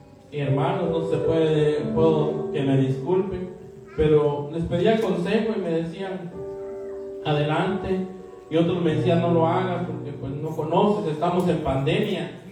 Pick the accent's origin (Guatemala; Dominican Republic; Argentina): Guatemala; moved away; yo soy de Guatemala.